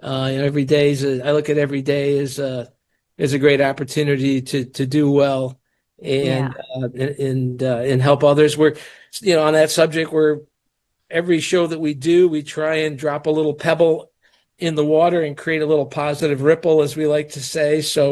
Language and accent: English; Detroit, Michigan, United States; moved away; I was born and raised in Detroit, and I've been all over the country, for several years. But I settled back in the Detroit area